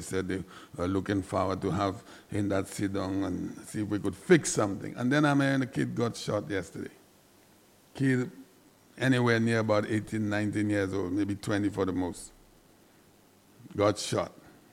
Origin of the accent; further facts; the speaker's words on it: Castries, St. Lucia; I grew up in the Marshall area. I am still there.